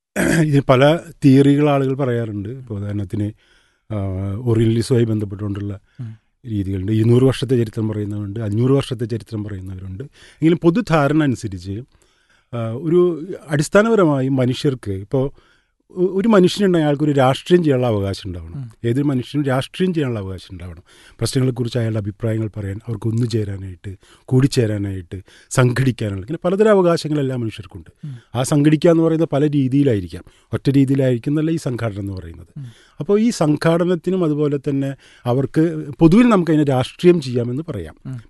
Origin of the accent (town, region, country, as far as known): Kerala, India